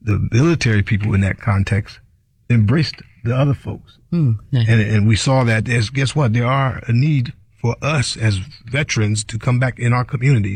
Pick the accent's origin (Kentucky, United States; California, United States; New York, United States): New York, United States; I had this dream coming up, growing up in New York in Hudson Valley